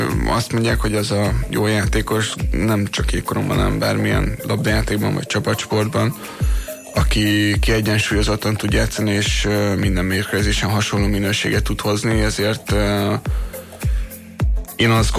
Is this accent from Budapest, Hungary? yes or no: no; Székesfehérvár, Fejér, Hungary; de hogy én sose költöztem a Fehérvárról, sose játszottam ugye másik csapatban